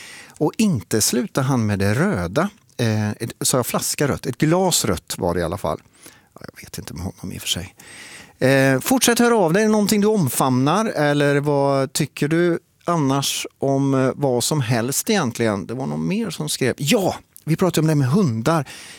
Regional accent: Trollhättan, Västra Götaland County, Sweden; jag är ju från Trollhättan

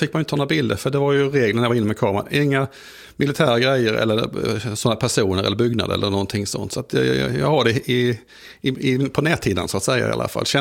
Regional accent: Sweden; jag är svensk tydligen

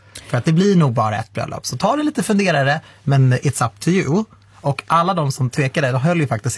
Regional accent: Iran; Ja, vi är ju iranier. Du vet det där.

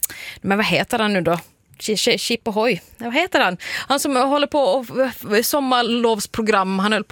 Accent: Sweden; born there; Även om jag inte är född i Sverige så är jag uppvuxen med det här.

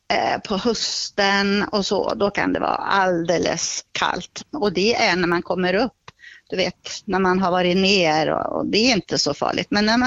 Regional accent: Uddevalla, Västra Götaland County, Sweden; now in Köping, Sweden; jag är uppvuxen i Uddevalla. Vi ligger ju nära havet och vi var mycket och badade när jag var liten. Och sen så, när jag flyttade hit till Köping

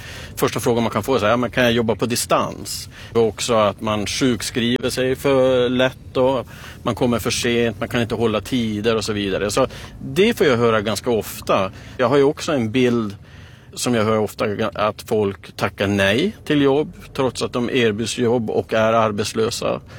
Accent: Kiruna, Norrbotten County, Sweden; Jag är ju född och uppvuxen i Kiruna.

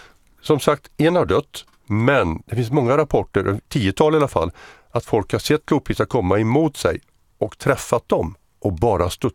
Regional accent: Mariestad, Västra Götaland County, Sweden; born there; Lyrestad, eller Lyrsta som vi säger hemma, jag är född i Mariestad.

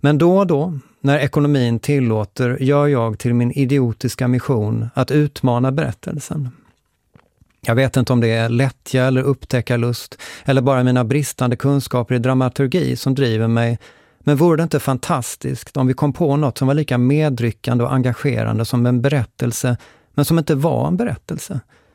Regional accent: Lund, Skåne, Sweden; born there; I studentstaden Lund, där jag kommer från, är studentspex-traditionen stark.

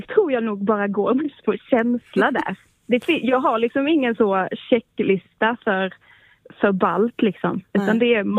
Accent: Hasslöv, Halland County, Sweden; Jag kommer själv från Hasslöv, så kärleken finns väl mycket här nere.

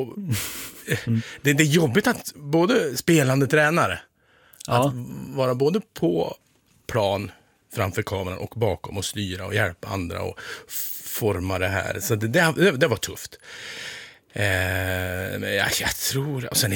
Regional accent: Gävleborg County, Sweden; där hemma i Hälsingland

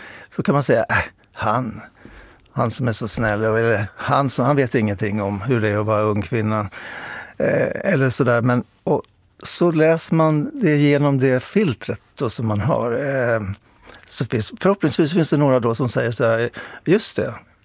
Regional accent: Linköping, Östergötland, Sweden; jag kommer ju från Linköping och där så jag uppfostrades på Östgöta teatern.

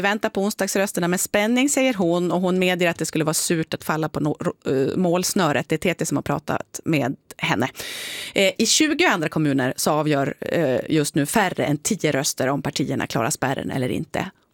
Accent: Malung, Dalarna County, Sweden; moved away; jag kommer från Malung

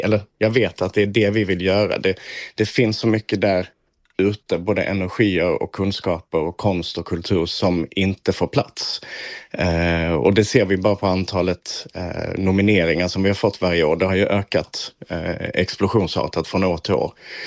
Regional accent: Klippan, Skåne, Sweden; moved away; när jag var 19 och när jag växte upp i Klippan så kände jag inte riktigt att Klippan var min stad eller min by.

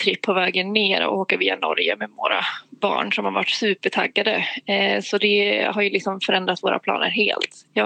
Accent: Östersund, Jämtland County, Sweden; now in Skövde, Sweden; Jag är uppvuxen i Östersund men bor i Skövde

